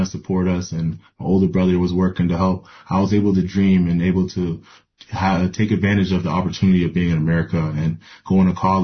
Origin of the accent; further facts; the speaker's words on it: New Hampshire, United States; I grew up in New Hampshire, and where I met community where I had other friends who were also refugees